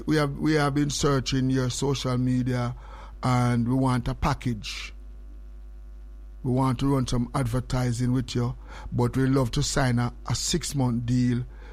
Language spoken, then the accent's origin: English; Jamaica; moved away; we come from Jamaica